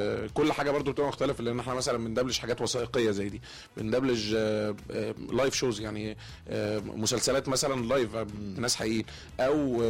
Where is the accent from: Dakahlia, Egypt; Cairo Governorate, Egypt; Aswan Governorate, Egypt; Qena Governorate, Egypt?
Dakahlia, Egypt; Mansoura; عندنا في المنصوره مثلا نقول ايه، بيكتب مش بيكتب. في كام كلمه كده